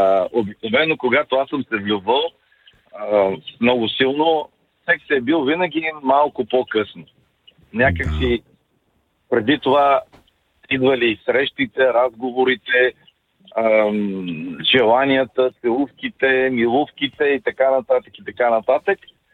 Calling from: Gabrovo, Gabrovo Province, Bulgaria; съм от Габрово.

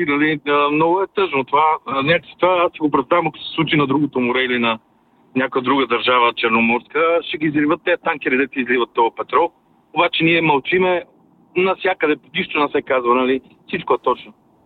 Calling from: Sofia, Sofia City, Bulgaria; от София.

